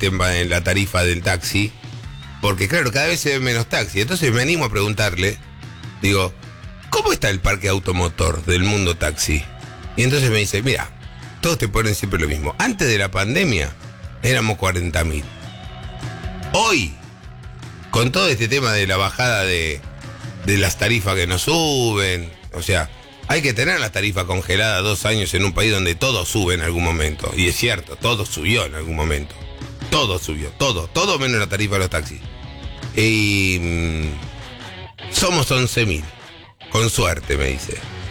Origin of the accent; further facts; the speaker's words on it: Argentina; No sé por qué pienso mal. Soy argentino, pienso mal.